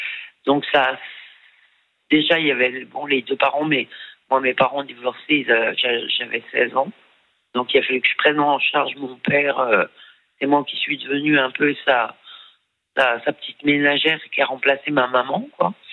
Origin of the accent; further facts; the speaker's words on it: Bourgogne-Franche-Comté, France; moved away; also born or lived in England; Et je suis partie en Angleterre pour tenter ma chance. Parce que bon, je suis du Jura. Je viens d'un tout petit patelin.